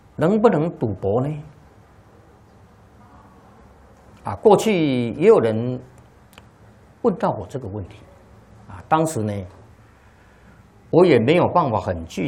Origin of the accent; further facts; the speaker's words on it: China; 当然啊，这个跟我们中华传统文化啊这个根有关系的，啊，在我们中国人心目当中啊，你开赌场啊总是不好的。